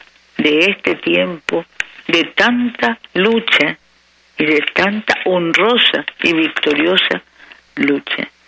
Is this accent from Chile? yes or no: no; Nicaragua